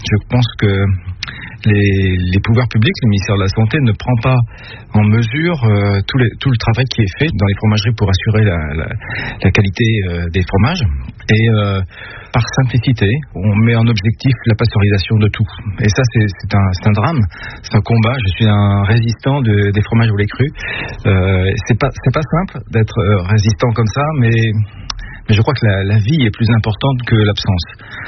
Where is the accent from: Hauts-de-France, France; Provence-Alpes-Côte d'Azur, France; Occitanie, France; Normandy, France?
Normandy, France; On se mésestime souvent quand on est Normand